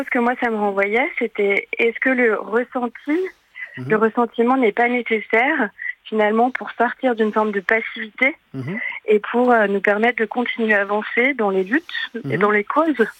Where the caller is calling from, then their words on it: Auvergne-Rhône-Alpes, France; Je vous appelle de la Drôme.